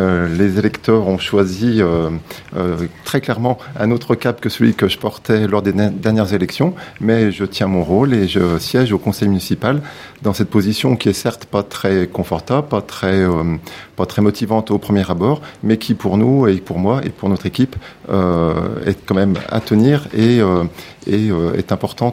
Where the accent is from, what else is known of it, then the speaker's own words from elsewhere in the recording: France; ma commune, là où je vis, là où j'ai grandi.